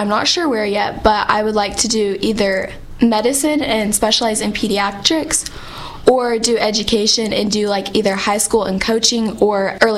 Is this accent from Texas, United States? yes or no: yes; Dalhart, Texas, United States; Yes, I grew up in Dalhart, and my dad grew up in Dalhart, and then my mom moved here for work and met.